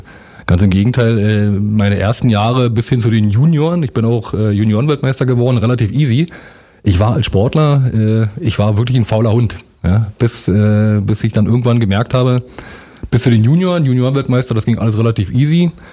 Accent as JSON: {"language": "German", "town": "Eisenhüttenstadt", "region": "Brandenburg", "country": "Germany", "tie": "born or raised there", "moved": "as an adult", "lives_now": "Potsdam, Germany", "said": "ich komme aus Eisenhüttenstadt, bin geborener Eisenhüttenstädter und bin dann zu DDR-Zeiten 1982 nach Potsdam gekommen."}